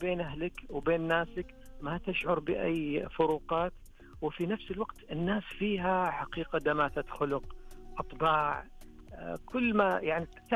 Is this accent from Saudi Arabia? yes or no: yes; Saudi Arabia; احنا هنيالنا بالسعودية، هنيالنا بالخليج